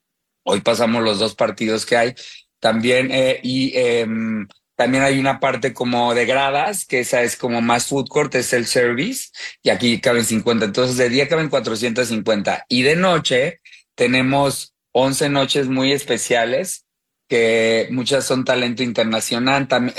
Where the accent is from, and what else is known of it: Mexico